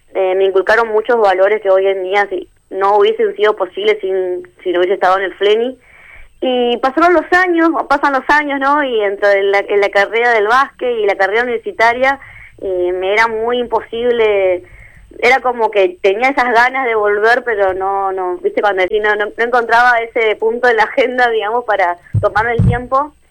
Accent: Corrientes, Argentina; now in Buenos Aires, Argentina; soy correntina.

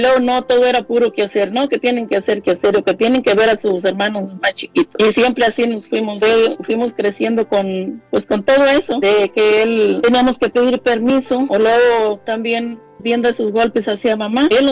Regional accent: Guerrero, Mexico; Soy del estado de Guerrero, y allá de un ranchito llamado San José, donde conviví con mi familia, con mamá y papá y mis hermanos. Somos 10 hermanos

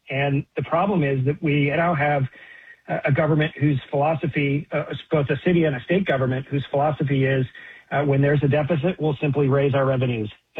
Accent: Tacoma, Washington, United States; You know, I grew up in Tacoma. I remember being in middle school, and I had to do a report on the startup community in Seattle.

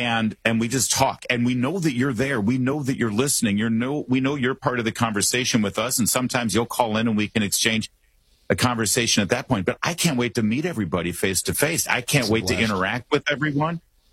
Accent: Michigan, United States; moved away; And I'm from Michigan originally

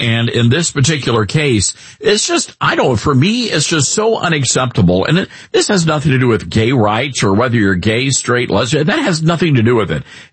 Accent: Memphis, Tennessee, United States; we broadcast our national show from my home town of Memphis.

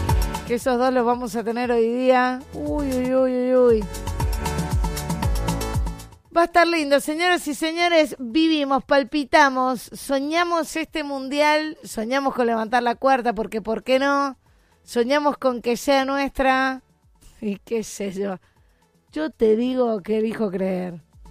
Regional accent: Argentina; Como argentinos, como hinchas.

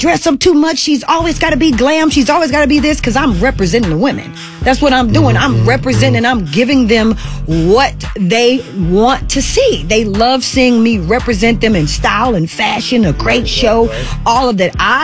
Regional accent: Louisiana, United States; I'm from Louisiana, so it's in me to do it.

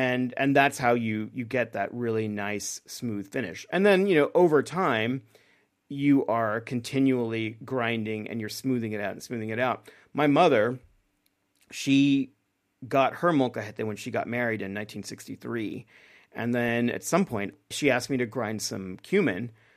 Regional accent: Texas, United States; born or raised there

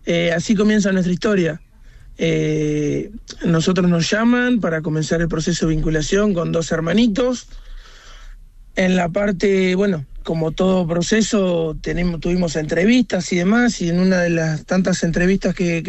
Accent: Henderson, Buenos Aires Province, Argentina; Somos de Henderson, provincia de Buenos Aires.

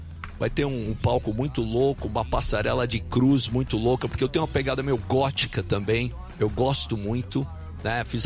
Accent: Brazil; sou brasileiro

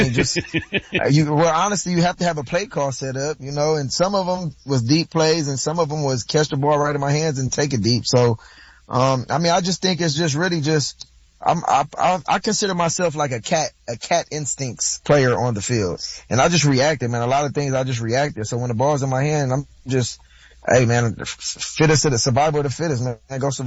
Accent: Los Angeles, California, United States; USC was right there in my backyard. I grew up in the Crenshaw district and, that was literally in my backyard.

